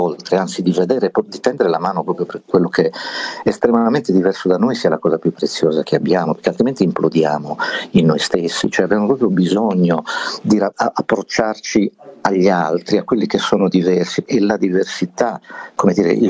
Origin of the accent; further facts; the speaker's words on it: Berchida, Sardinia, Italy; la prima volta che sono uscito da Berchida, dal mio paese, per andare al paese vicino, so che fa ridere, ma erano altri tempi, il paese vicino era Monti, che stava a 15 km da Berchida